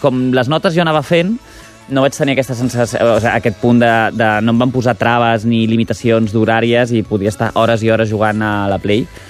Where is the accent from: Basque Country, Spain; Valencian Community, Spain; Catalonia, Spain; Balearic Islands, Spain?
Catalonia, Spain; Barcelona; born or raised there